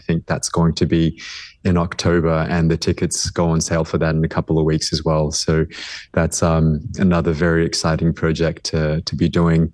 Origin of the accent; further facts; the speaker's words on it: Australia; now in Vancouver, Canada; as an Aussie, I have to say I am a very adoring neighbour